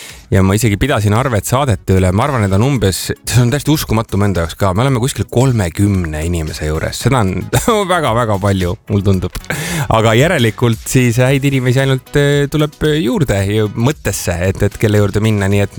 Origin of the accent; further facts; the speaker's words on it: Pärnu, Pärnu County, Estonia; Ma olen kasvanud Pärnu rannarajoonis.